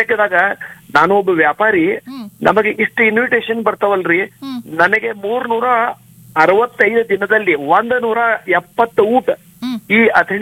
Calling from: Athani, Karnataka, India; first language Marathi; Kannada is a second language; ಒಂದ್ 50 ವರ್ಷದಿಂದ ನಾನ್ ನೋಡ್ತಾ ಇದ್ದೀನಿ ಅಥಣಿ ಒಳಗೆ.

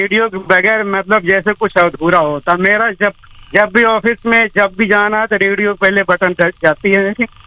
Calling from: New Delhi, Delhi, India; मैं वैसे एक्चुअल में पटेल नगर से, जब जॉब करने के लिए न्यू दिल्ली जाते हैं तो वहाँ से।

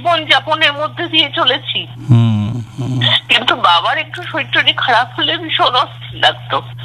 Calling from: Kolkata, West Bengal, India; আমি ঢাকুরিয়া থেকে

